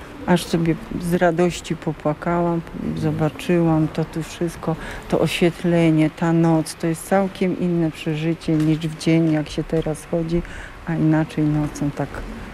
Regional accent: Pszczyna, Silesian Voivodeship, Poland; My tutaj jesteśmy jakby z pradziada. Nie mam takiego, że się tu przyszło, tylko jestem stąd, dziołcha z Pszczyny.

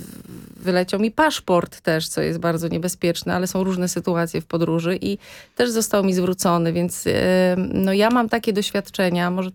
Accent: Warsaw, Masovian Voivodeship, Poland; u nas w Polsce, u nas w Warszawie.

